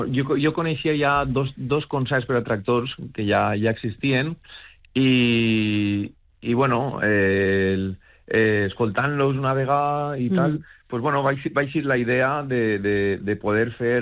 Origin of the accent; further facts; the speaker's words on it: Gata de Gorgos, Valencian Community, Spain; molts músics som de Gata